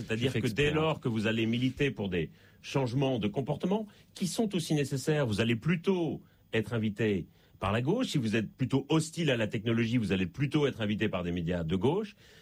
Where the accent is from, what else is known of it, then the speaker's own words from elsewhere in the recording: Belgium; now in Paris, France; ça s'entend un peu d'ailleurs à mon accent, je suis en Belgique et je ne suis pas né en France, même si j'habite